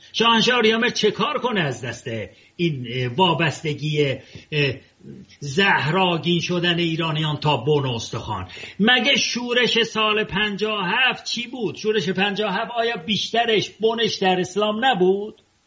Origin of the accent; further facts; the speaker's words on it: Tehran, Tehran Province, Iran; also born or lived in Ardabil; اردبیل، که من اردبیلی هستم، در تهران بزرگ شدم و من اردبیلی هستم.